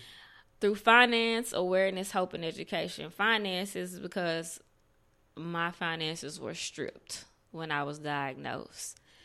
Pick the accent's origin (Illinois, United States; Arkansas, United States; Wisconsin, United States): Arkansas, United States; North Little Rock; born and raised in North Little Rock. Dixie community